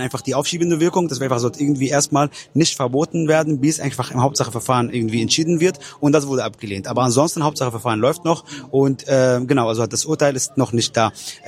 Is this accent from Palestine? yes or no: yes; Palestine; weil die Palästinenser, beziehungsweise ich auch als Palästinenser, haben das Recht eigentlich auf Rückkehr nach Palästina.